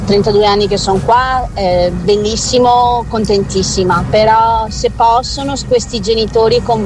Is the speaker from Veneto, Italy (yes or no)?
yes; Veneto, Italy; born there; moved away as an adult; now in Treviso, Italy; io sono 32 anni che dalla provincia di Belluno mi sono trasferita alla provincia di Treviso.